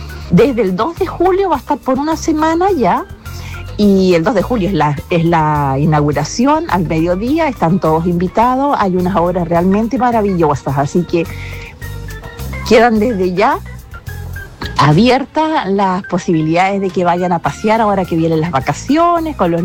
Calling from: Pucatrihue, Los Lagos, Chile; yo soy de Pucatrigüe

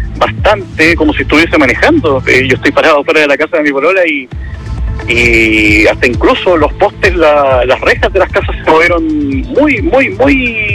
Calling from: Talcahuano, Biobío, Chile; te llamo desde Talcahuano

